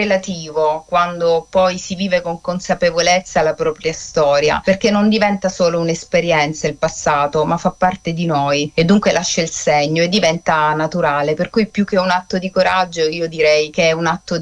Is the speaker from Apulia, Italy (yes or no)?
no; Catania, Sicily, Italy